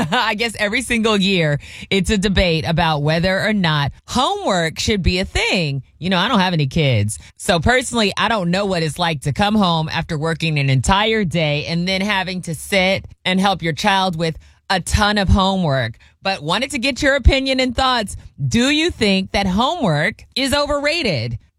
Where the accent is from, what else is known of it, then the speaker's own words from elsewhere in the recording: Fremont, California, United States; and of course, my hometown of Fremont, all headed back to school today.